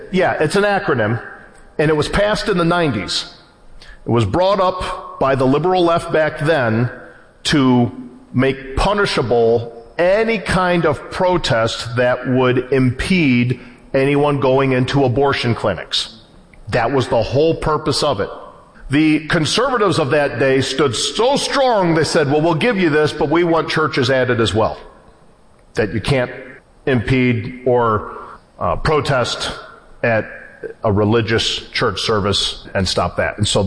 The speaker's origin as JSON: {"language": "English", "country": "United States", "said": "as an American"}